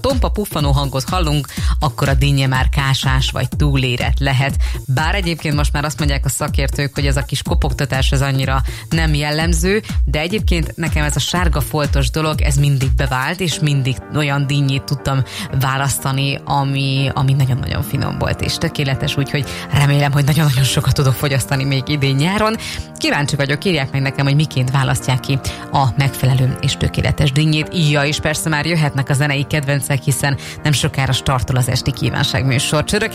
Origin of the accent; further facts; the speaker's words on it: Hungary